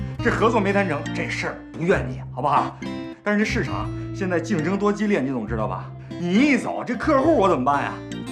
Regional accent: Tangshan, Hebei, China; now in Beijing, China; 哎，咱俩是老乡啊。我也是唐山的。对，76年大地震嘛，是吧？我从唐山到的北京。

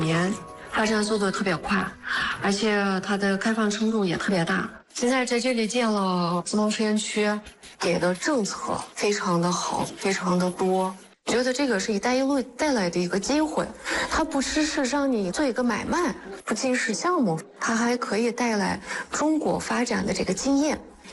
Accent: Kyrgyzstan; Chinese is a second language; moved away as an adult; now in Xinjiang, China; 我是在吉尔吉斯坦出生长大的

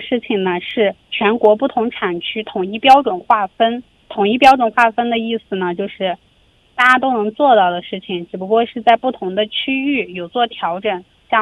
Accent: Xinjiang, China; 咱们新疆这边

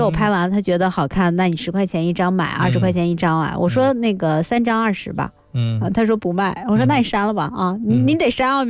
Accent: Harbin, Heilongjiang, China; moved away; 那如果去到我的老家哈尔滨

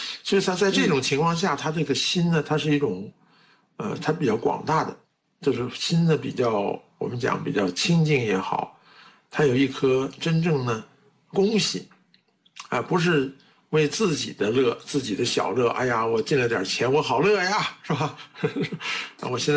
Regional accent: China; 身为一个中国人，哪怕是一个我最普通、最普通的中国人

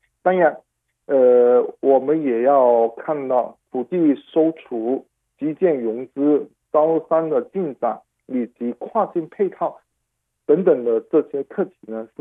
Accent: Guangdong, China; now in Hong Kong; 因为我的家乡在广东，我又在香港生活工作

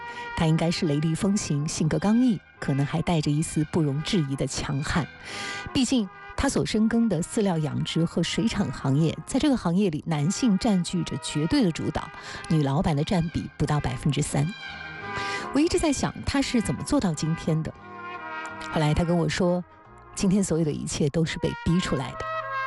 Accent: Tongling, Anhui, China; 今天故事的主角来自于我的家乡安徽铜陵，

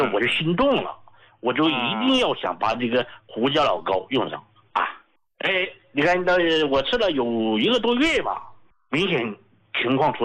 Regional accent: Sichuan, China; accent: Sichuanese; 用我们四川话讲呢，那睡的踏实了。

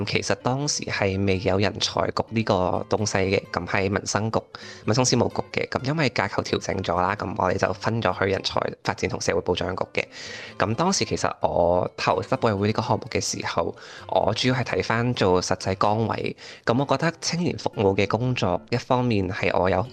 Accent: Macau; moved away as an adult; now in Shanghai, China; 我系目前就读喺复旦大学新闻学院广告学嘅研究生二年级， … 咁我系嚟自澳门嘅。

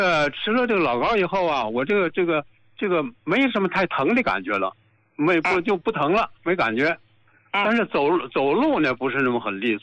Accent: Qingdao, Shandong, China; 我是青岛的患者。

